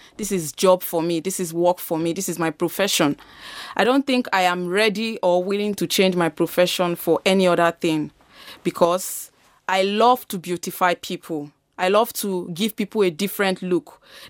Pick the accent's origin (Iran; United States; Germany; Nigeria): Nigeria; now in Vienna, Austria; Because regardless of the fact that I'm Nigerian, they would still impute there that it was done in Vienna. It was done in Austria.